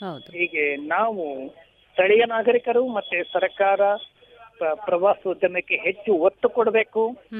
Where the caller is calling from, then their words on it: Vijayapura, Karnataka, India; ಅದರಲ್ಲಿಗೂ ನಮ್ಮ ನಮ್ಮ ರಾಜ್ಯ, ಅದರಲ್ಲಿಗೂ ನಮ್ಮ ನಗರ ವಿಜಯಪುರ.